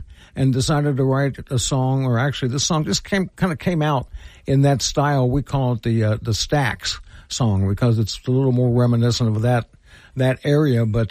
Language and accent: English; Mount Sterling, Ohio, United States; I'm originally from Mount Sterling, Ohio, which is about 20 miles south of here.